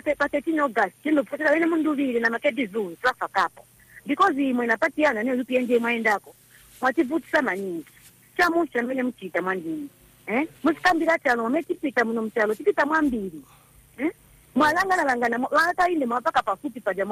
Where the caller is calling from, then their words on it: Chazanga, Lusaka Province, Zambia; I'm calling from Chazanga.